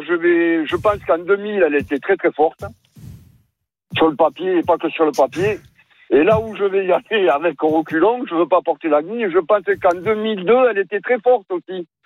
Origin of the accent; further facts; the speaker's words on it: Bordeaux, Nouvelle-Aquitaine, France; Non, moi je suis en tant que bordelais, je suis traumatisé, moi, par contre.